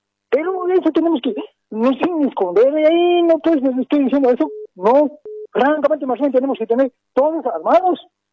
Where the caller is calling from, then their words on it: Bolivia; Te llamo departamento de Denia